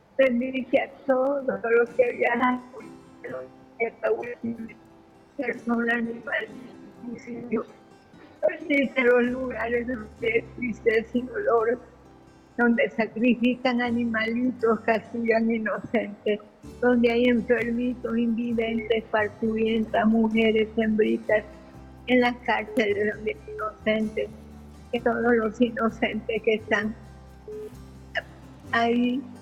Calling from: Veracruz, Mexico; que estoy hablando de Veracruz.

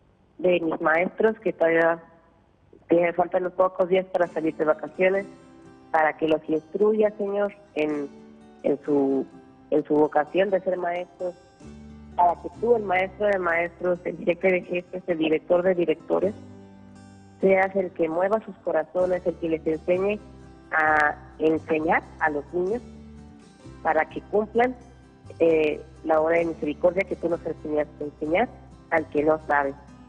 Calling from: Guadalajara, Jalisco, Mexico; Buenas tardes, desde Guadalajara.

